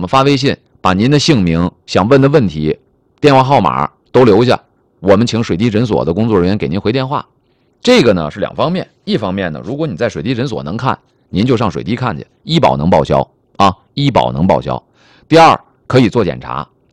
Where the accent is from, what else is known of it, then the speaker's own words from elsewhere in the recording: Dandong, Liaoning, China; moved away; 在丹东当地，我的老家